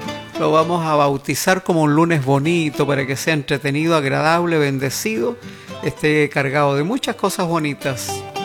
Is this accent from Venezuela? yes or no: no; Chile; porque somos chilenos todo el año